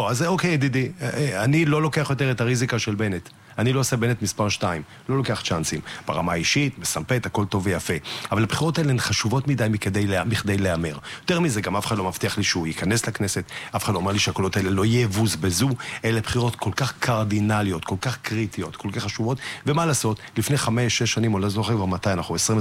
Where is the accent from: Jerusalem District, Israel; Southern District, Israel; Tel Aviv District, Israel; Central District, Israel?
Tel Aviv District, Israel; Tel Aviv-Yafo; born there; כשהייתי ילד שלחו אותי בתי ספר אנגלי וצרפתי ביפו